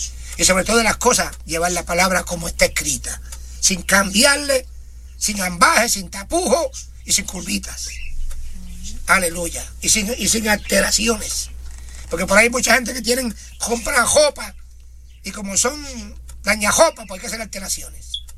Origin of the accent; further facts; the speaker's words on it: Corozal, Puerto Rico; En mi pueblo, en Corozal.